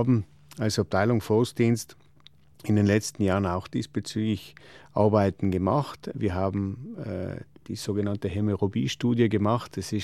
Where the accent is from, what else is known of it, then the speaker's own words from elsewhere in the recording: Trentino-Alto Adige, Italy; wir als Südtiroler, wir leben ja in einem Gebirgsland